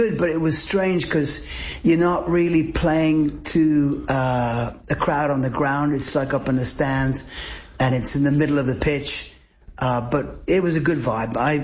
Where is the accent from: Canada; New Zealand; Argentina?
Canada